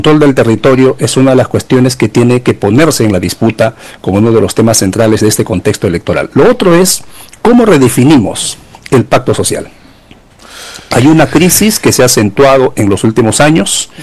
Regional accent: Peru; somos una democracia peruana

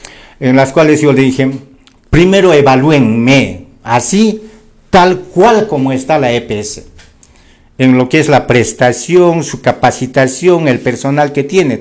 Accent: Calca, Cusco, Peru; soy calqueño y amo a mi tierra.

